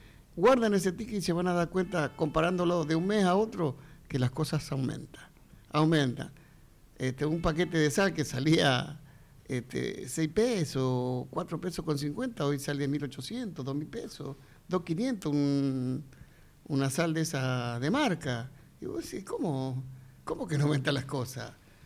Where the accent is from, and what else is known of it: Argentina